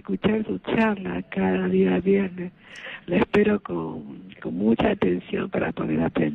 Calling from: Chincha Alta, Ica, Peru; de Chincha.

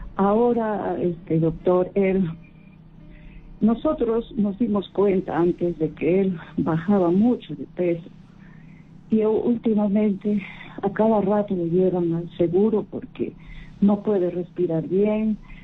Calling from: Huaraz, Ancash, Peru; acá nosotros somos de acá de Huaraz

